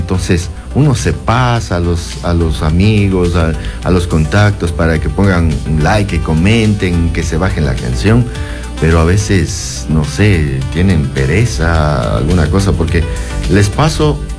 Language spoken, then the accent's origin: Spanish; Ecuador; Todos somos mestizos, todos somos indígenas, todos somos ecuatorianos, somos cholos, somos afros. Y venimos de este pequeño país que se llama Ecuador.